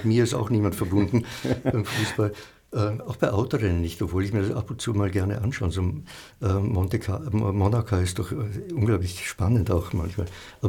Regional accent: Salzburg, Austria; now in Vienna, Austria; Wie ich nach Wien gekommen bin, aus Salzburg, wollte ich keinen See und keine Natur und keine Berge.

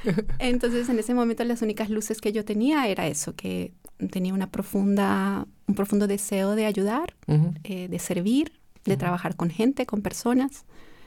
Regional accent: Cusco, Peru; moved away as an adult; now in Vienna, Austria; Yo soy de Perú, nací en Cusco, una ciudad en las montañas de Perú. Me crié allá, estudié también la universidad en Cusco, en Perú. Y luego, cuando terminé la universidad, vine a Viena

